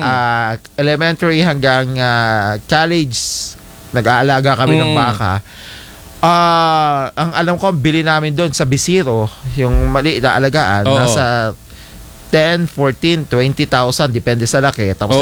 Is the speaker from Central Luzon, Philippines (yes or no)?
no; Batangas, Calabarzon, Philippines; Anong tawag sa amin sa Batangas? Nangungumpay.